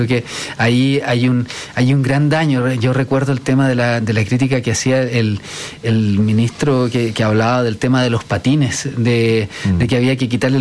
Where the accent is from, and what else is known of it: Santiago, Santiago Metropolitan Region, Chile; born or raised there